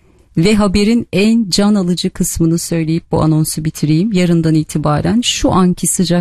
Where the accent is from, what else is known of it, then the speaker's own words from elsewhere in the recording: Marmara Region, Turkey; Şimdi Marmara bölgesinde, burada doğdum, burada büyüdüm, çok alışkınım bu duruma